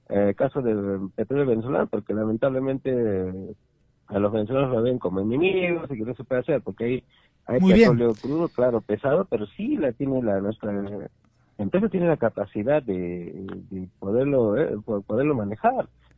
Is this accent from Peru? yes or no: yes; Peru; No tienen idea que nosotros como peruanos tenemos, no dependeríamos en este caso al 100% de todo el vaivén internacional